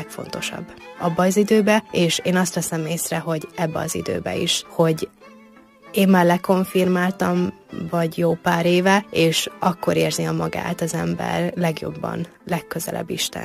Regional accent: Batyu, Zakarpattia Oblast, Ukraine; tudni rólam, hogy én Bátyúban születtem

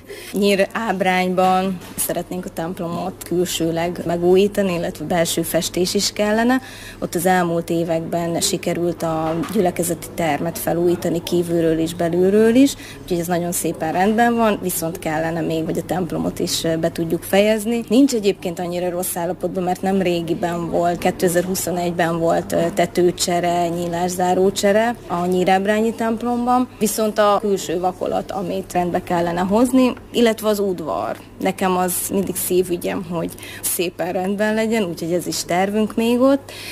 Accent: Borsod-Abaúj-Zemplén, Hungary; moved away

